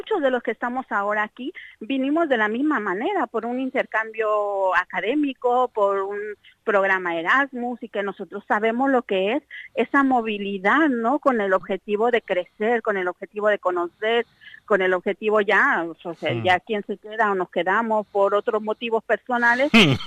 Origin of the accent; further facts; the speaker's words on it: Mexico; hoy celebramos el ser mexicano, el orgullo de nacer en una tierra